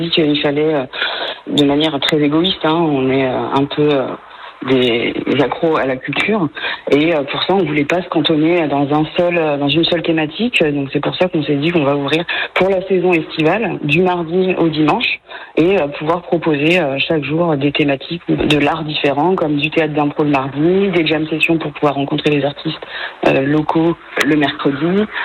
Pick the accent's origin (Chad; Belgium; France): France; Réunion; Nous, on est de La Réunion, on est venu en Dordogne en visitant un super moulin qui est une ancienne discothèque.